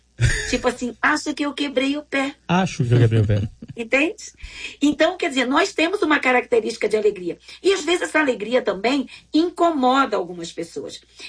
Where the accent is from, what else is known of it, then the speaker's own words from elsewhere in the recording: Rio de Janeiro, Brazil; moved away as an adult; a gente chega na cidade e somos cariocas, então nós temos uma característica diferente.